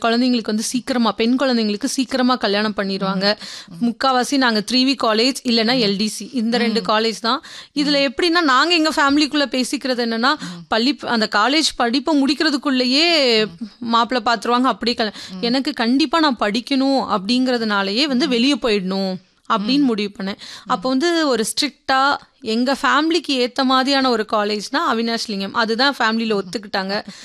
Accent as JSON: {"language": "Tamil", "town": "Virudhunagar", "region": "Tamil Nadu", "country": "India", "tie": "born or raised there", "said": "கர்ம வீரர் காமராஜர் பிறந்த விருதுநகர்ல தான் நான் பிறந்தேன்."}